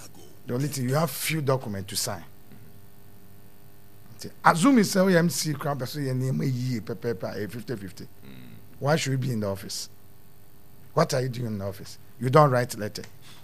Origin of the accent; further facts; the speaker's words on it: Ghana; This is my hometown. I started school here, went to Presby, went to St. Peter, went to Cape Coast and came back, went to University of Kwame Nkrumah University of Science and came back. So I'm staying here.